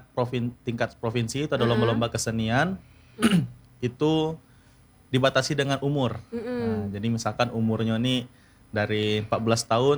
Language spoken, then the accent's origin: Indonesian; Bengkulu, Indonesia